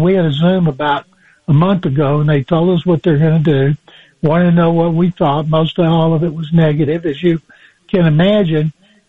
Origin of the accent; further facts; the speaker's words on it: Waco, Texas, United States; I was a diehard Cowboys fan growing up in Waco